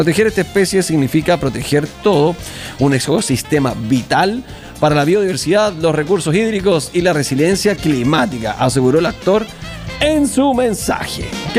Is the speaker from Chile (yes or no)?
yes; Chile; nosotros como chilenos